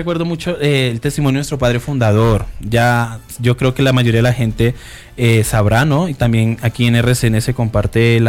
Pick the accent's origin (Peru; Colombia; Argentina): Colombia; moved away; nosotros, por ejemplo, cuando venimos de Colombia